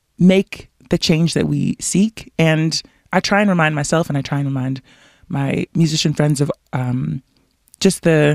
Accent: Toronto, Ontario, Canada; growing up in Toronto as a first generation Canadian

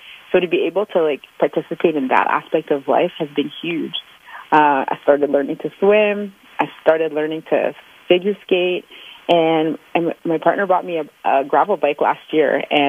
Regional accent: Toronto, Ontario, Canada; now in Ottawa, Canada; Yeah, that's where I live now, but born and raised in Scarborough.

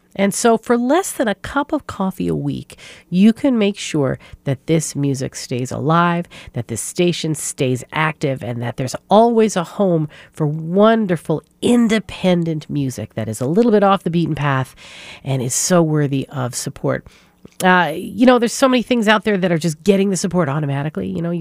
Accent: Newfoundland and Labrador, Canada; now in Toronto, Canada; I'm from Newfoundland, and English is a tough one for us, for the way we wrap our heads around the words.

